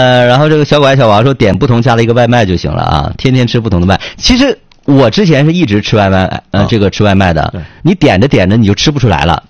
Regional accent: Northeast China, China

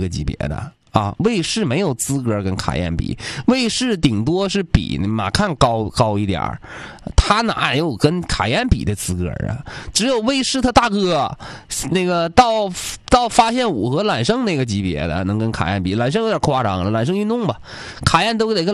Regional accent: Northeast China, China; 如果您是我们东北的，东北冬天特别冷

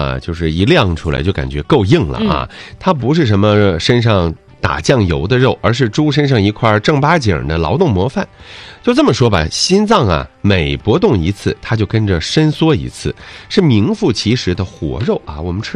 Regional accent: Northeast China, China; 我们东北人炒菜的时候、炖菜的时候觉得很香

